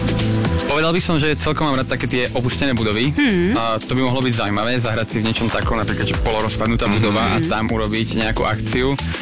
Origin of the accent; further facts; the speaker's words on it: Rimavská Sobota, Banská Bystrica Region, Slovakia; now in Prague, Czechia; Už žijem v Prahe nějakou dobu, jasně. Ale ano, přišel jsem z mimo Česka.